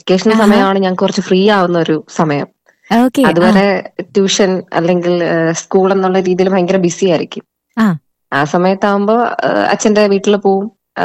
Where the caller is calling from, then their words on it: Thiruvananthapuram, Kerala, India; ഞാൻ ട്രിവാൻഡ്രത്ത് നിന്നാണ് വിളിക്കുന്നത്.